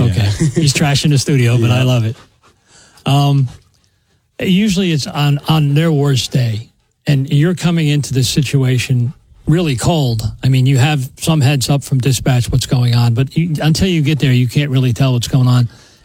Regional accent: Monroe, New York, United States; I came from Monroe, New York, so I've been in the area my whole life.

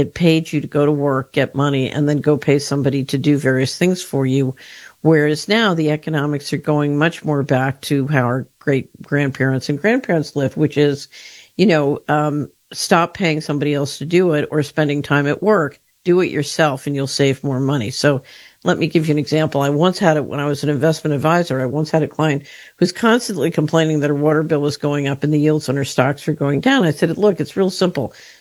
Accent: Philadelphia, Pennsylvania, United States; And I grew up in West Philadelphia.

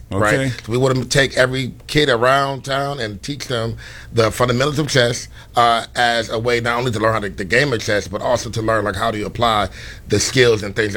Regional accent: New York City, New York, United States; also born or lived in Los Angeles; now in Chicago, United States; I am a product of New York City. I grew up in the Department of Education in New York. I've worked out in LA in education as well.

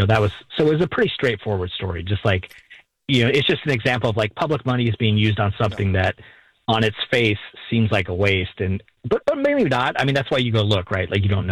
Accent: Alaska, United States; born there; I was born in Alaska, and I went to school, like a college up in Fairbanks, Alaska.

